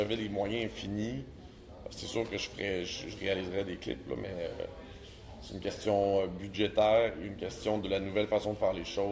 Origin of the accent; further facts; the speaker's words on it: Quebec, Canada; moi je viens de la Rive-Nord